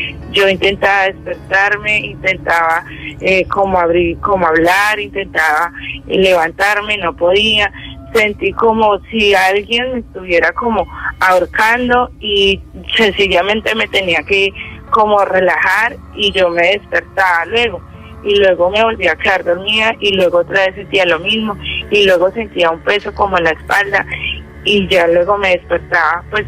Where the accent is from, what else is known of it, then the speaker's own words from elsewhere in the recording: Pereira, Risaralda, Colombia; porque cómo le parece que pues yo soy de Pereira